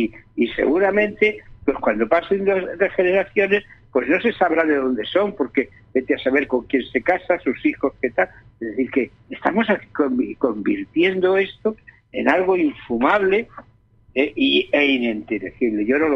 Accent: Catalonia, Spain; siendo un catalán, nacido en Cataluña y gustándole Cataluña y queriendo a Cataluña...

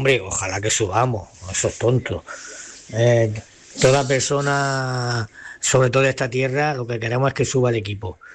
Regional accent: Almería, Andalusia, Spain; yo de niño aquí en Almería

